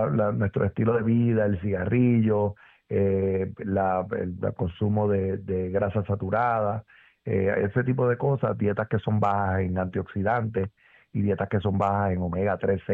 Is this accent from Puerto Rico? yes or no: yes; Puerto Rico; Los puertorriqueños tenemos una incidencia, somos los latinos, con la incidencia de cáncer de próstata más alta